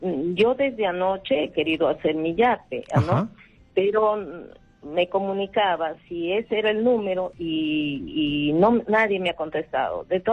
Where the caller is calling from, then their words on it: Chiclayo, Lambayeque, Peru; de Chiclayo.